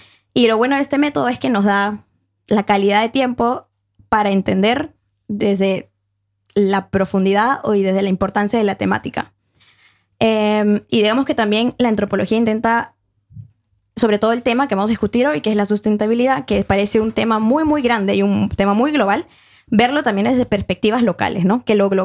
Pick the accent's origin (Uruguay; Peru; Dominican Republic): Peru; now in Norway; en la región de Junín, en mi país de Perú.